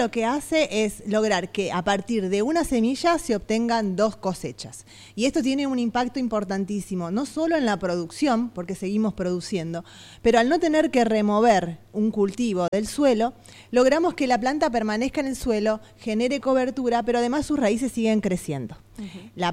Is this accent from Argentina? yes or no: yes; Argentina; me fui al exterior a estudiar biología molecular cuando recién el concepto empezaba a aparecer, volví a la Argentina siempre apostando a nuestro país